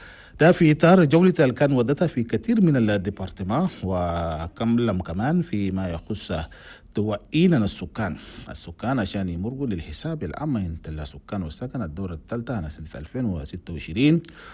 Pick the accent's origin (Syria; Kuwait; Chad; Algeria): Chad; هنا بلدنا تشاد